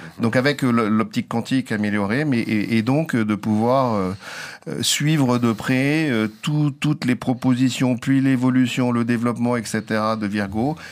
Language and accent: French; Chartres, Centre-Val de Loire, France; now in Paris, France; je suis originaire de Chartres, donc lycée à Chartres